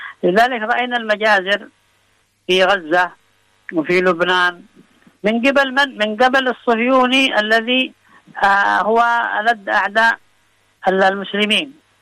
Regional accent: Yemen; عندنا في الساحل الغربي وفي محافظة تعز

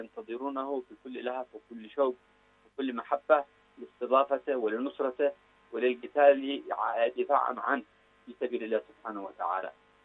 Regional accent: Yemen; ومفخر لنا كيمنيين

